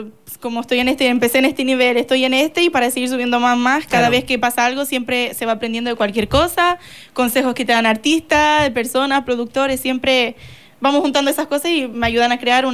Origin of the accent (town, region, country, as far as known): Morocco